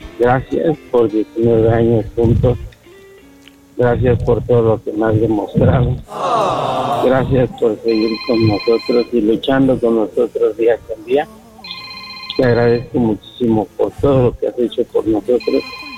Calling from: Mexico City, Mexico; De aquí, de la Ciudad de México.

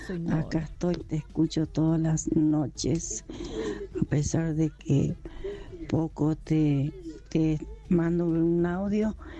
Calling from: Puerto Santa Cruz, Santa Cruz, Argentina; de acá de Puerto Santa Cruz, provincia de Santa Cruz.

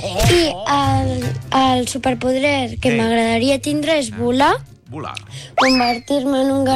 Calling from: Rubí, Catalonia, Spain

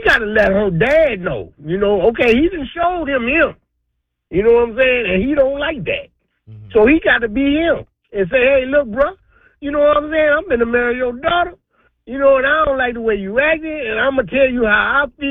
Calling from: Detroit, Michigan, United States; I'm from Detroit

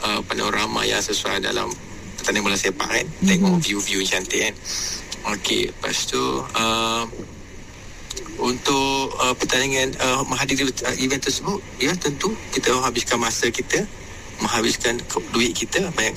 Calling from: Temerloh, Pahang, Malaysia; daripada Temeluk.

